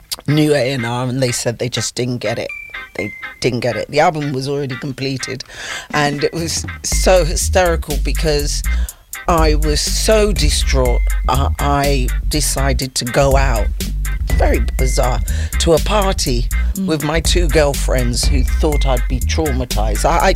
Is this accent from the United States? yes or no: no; London, United Kingdom; We're going to go back home because we're from West London. We're going to go back home.